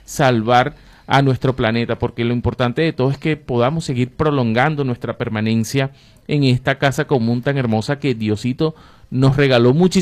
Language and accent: Spanish; Caracas, Capital District, Venezuela; Soy de la parroquia Sucre, profesora.